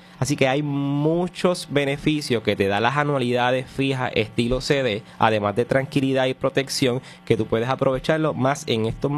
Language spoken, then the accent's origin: Spanish; Puerto Rico; nosotros como puertorriqueños